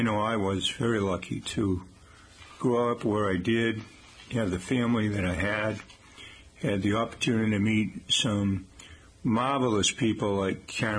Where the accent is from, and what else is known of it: Taunton, Massachusetts, United States; born or raised there